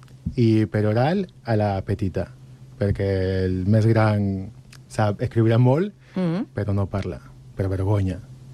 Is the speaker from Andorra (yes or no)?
no; Peru; Catalan is a second language; moved away as an adult; now in Catalonia, Spain